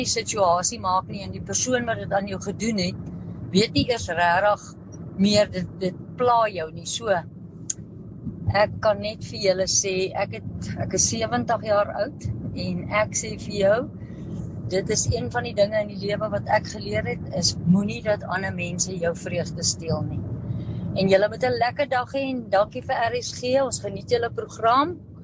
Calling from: Meyerton, Gauteng, South Africa; van Meyerton.

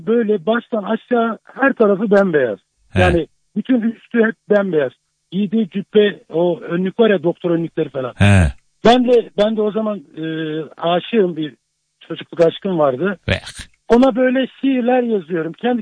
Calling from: Istanbul, Turkey; İstanbul'dan, Beylikdüzü'nden.

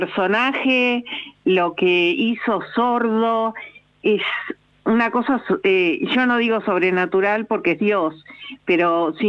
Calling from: Acasuso, Buenos Aires Province, Argentina; Buenas noches, Hernán. … de Acasuso.

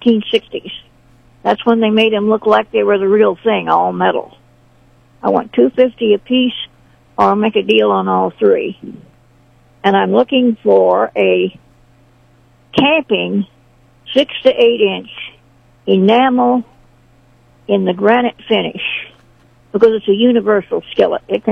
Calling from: Sedalia, Missouri, United States

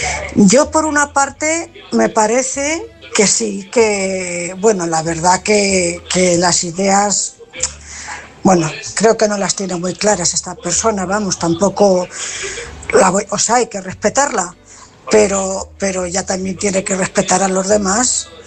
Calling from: Cuenca, Castilla-La Mancha, Spain; Buenas noches … corresponsal de Cuenca.

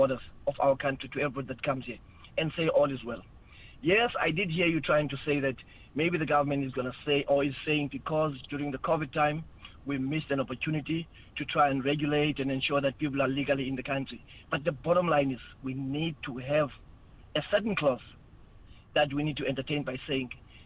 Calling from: Eastern Cape, South Africa; I am from Tebega.

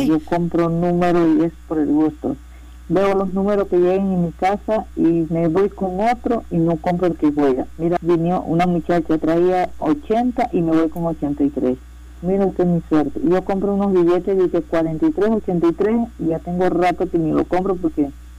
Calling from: Panama City, Panamá, Panama; Vista Hermosa, de 24 de diciembre.

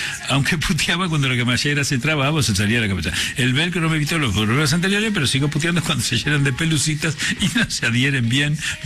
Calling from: San Cristóbal, Argentina; de San Cristóbal

